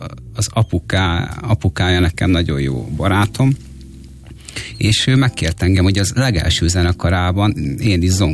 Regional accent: Endrefalva, Nógrád, Hungary; also born or lived in Salgótarján; Salgótarján. Én Salgótarjánban születtem. Salgótarján mellett nevelkedtem egyébként Endrefalván.

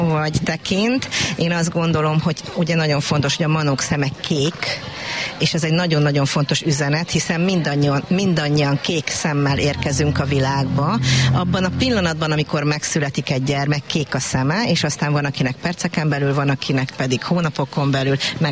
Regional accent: Dunaújváros, Fejér, Hungary; Itt voltam gyermek ezen a tájon, dunaújvárosi születésű vagyok, és nagyon sokat ültem a Dunaparton

